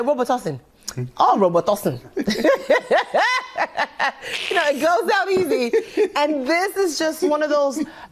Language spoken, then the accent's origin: English; Nigeria; And I was like, how do I do that? I'm Nigerian.